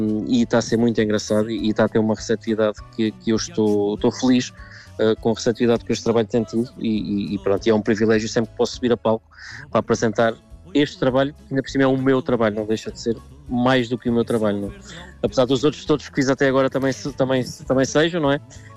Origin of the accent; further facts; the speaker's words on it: Chamusca, Santarém, Portugal; born there; Neste momento estou na Chamusca, acabei de chegar aqui à minha terra santa Chamusca.